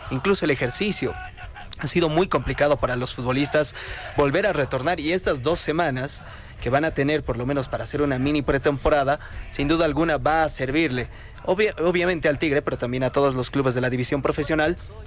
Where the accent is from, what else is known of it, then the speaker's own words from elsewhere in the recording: La Paz, Bolivia; para nosotros como paceños